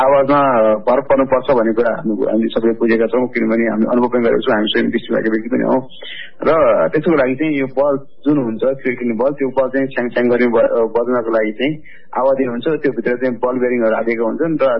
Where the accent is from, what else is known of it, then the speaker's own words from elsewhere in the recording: Lele, Lalitpur District, Bagmati, Nepal; म नेत्रहीन क्रिकेट संघ नेपालको अध्यक्ष। मेरो जन्म चाहिँ ललितपुर जिल्लाको लेले भन्ने ठाउँमा 2035 सालमा भएको हो